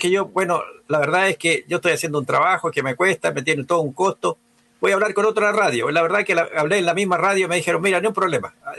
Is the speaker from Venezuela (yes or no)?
no; Chile; now in Los Andes, Chile; quiero que nosotros conozcamos nuestra identidad, nos reconozcamos como chilenos.